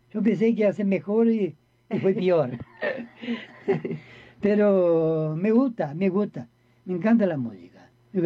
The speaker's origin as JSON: {"language": "Spanish", "region": "Rio Grande do Sul", "country": "Brazil", "said": "somos gaúchos. Claro. Somos de Río Grande del Sur."}